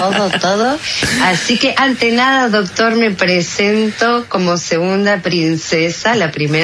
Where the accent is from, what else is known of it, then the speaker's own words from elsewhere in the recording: Banfield, Buenos Aires Province, Argentina; now in San Vicente, Argentina; Yo, bueno, zona sur, yo me crié en Banfield.